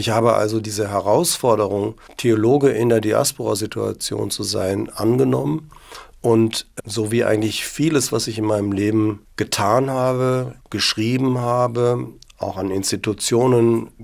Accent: Germany; moved away as an adult; now in Vienna, Austria; ich stamme aus Deutschland, man hört das ja auch an meiner Aussprache.

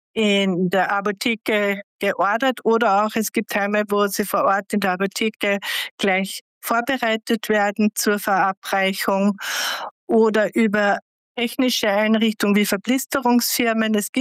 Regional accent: Austria; dann glaube ich, ist die Sicherheit sehr, sehr hoch bei uns in Österreich.

